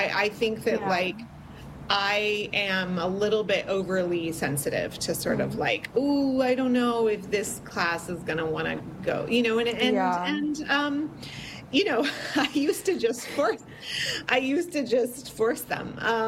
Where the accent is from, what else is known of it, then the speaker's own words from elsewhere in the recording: California, United States; moved away; also born or lived in New York; I grew up in rural California, like a mountain in the foothills of the Sierras in California.